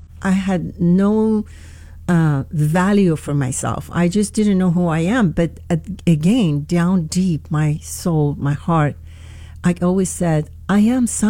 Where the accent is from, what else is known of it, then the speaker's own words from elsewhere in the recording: Iran; moved away as an adult; So I grew up in Iran for 21 years. I was born in Iran.